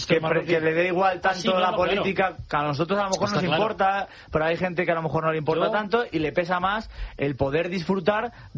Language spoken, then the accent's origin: Spanish; Spain; y mira que tengo ganas de vivir un mundial en mi país, yo me retiraría.